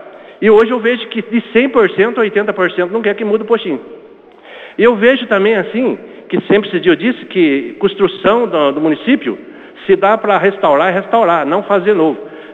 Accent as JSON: {"language": "Portuguese", "region": "Paraná", "country": "Brazil", "tie": "born or raised there", "said": "eu sou nascido em Ribeirão Bonito, sou o vereador do Ribeirão Bonito"}